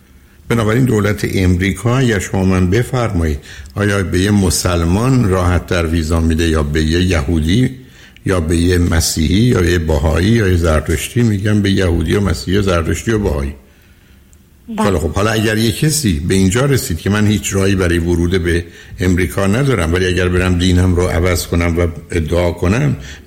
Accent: Iran; ما مردم ایران

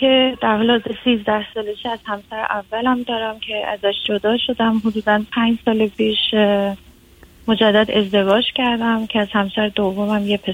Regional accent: Iran; moved away as an adult; now in Europe; من توی ایران بزرگ شدم. در واقع طریق همسر اولم اومدم اینجا

